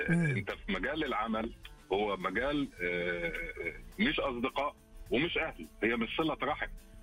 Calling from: Jeddah, Makkah Province, Saudi Arabia

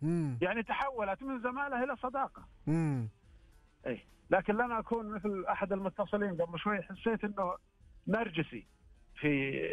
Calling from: Riyadh, Riyadh Province, Saudi Arabia

